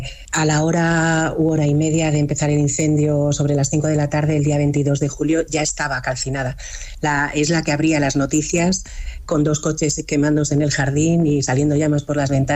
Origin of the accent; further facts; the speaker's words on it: Alcobendas, Community of Madrid, Spain; moved away as an adult; now in Móstoles, Spain; Yo soy de la zona norte, yo soy de Alcobendas, mi familia vive en esa zona